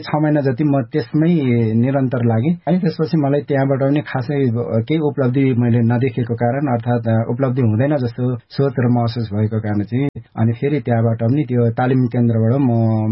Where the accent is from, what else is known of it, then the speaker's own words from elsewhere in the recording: Kathmandu, Bagmati, Nepal; born there; म काठमाडौँमा आइसकेपछि सडकबाट नै मैले जीवनयापन सुरु गरेको हो म श्रोतामाथिलाई म यही भन्न चाहन्छु म सडकमा नै हुर्किएँ